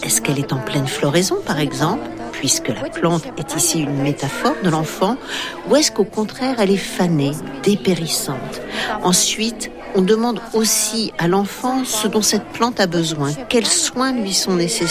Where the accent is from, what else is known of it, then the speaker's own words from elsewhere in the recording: Lviv, Lviv Oblast, Ukraine; French is a second language; je viens de Lviv.